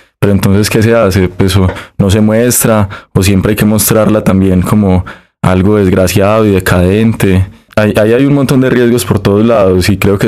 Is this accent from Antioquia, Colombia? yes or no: yes; Medellín, Antioquia, Colombia; born there